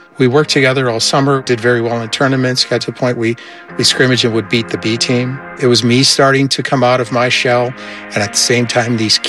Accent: Wisconsin, United States; born or raised there

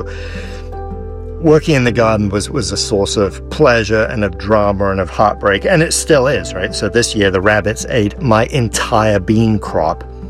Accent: Île-de-France, France; I grew up in France near Paris, and there were lots of open-air markets and cheese shops and things.

